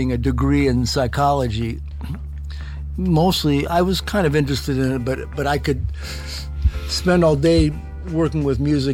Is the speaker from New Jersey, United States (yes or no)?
no; Indianapolis, Indiana, United States; moved away as an adult; I'm from Indianapolis